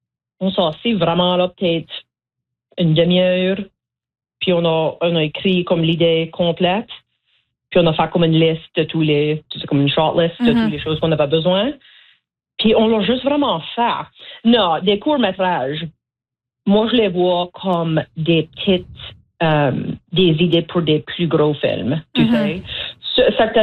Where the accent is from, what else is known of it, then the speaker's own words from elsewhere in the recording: Petit-Ruisseau, Nova Scotia, Canada; Oui, so moi j'ai grandi à la baie Sainte-Marie. J'ai grandi au Petit-Ruisseau, qui est dans la région Clare. C'est la région acadienne au sud-ouest de la Nouvelle-Écosse.